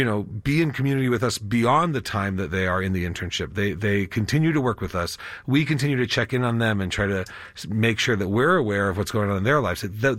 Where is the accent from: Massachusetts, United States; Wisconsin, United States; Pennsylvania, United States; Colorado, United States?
Colorado, United States; I mean, I grew up here in Colorado and went to high school here